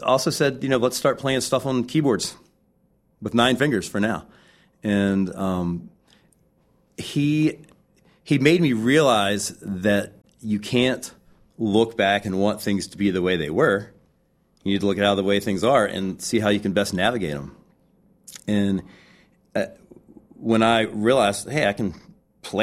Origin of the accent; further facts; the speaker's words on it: Virginia, United States; And I met him at a restaurant in Virginia Beach. I grew up in Virginia when I was 16 years old.